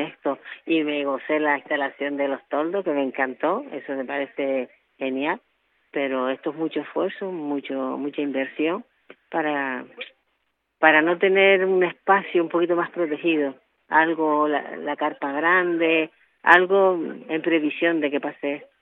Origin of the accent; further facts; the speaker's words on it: Las Palmas, Canary Islands, Spain; Ella procede de Tejeda, pero yo soy de Las Palmas.